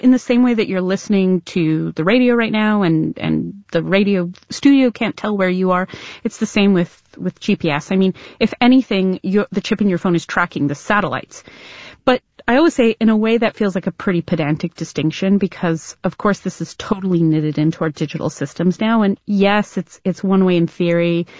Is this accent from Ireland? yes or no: no; Canada; I'm Canadian.